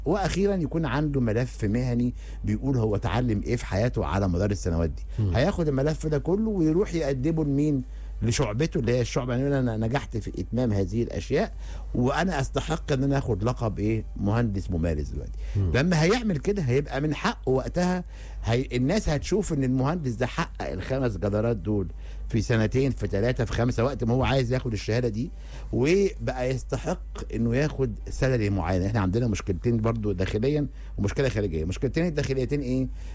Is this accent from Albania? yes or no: no; Egypt; مش انا مصري، انا افتكر ان انا مصري طبعا،